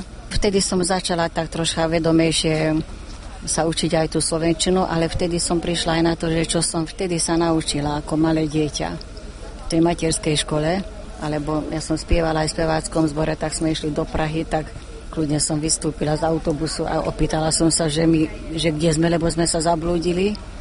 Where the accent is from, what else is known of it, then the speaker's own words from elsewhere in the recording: Veszprém, Veszprém County, Hungary; Ja som z Maďarska, z Vespremu, pri Balatone. Ja som tam vyrástla, tam som chodila aj do základnej, aj do strednej školy.